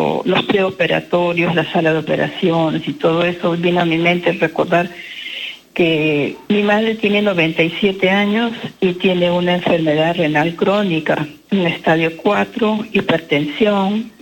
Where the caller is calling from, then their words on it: Lima, Peru; llamo desde San Martín de Porres.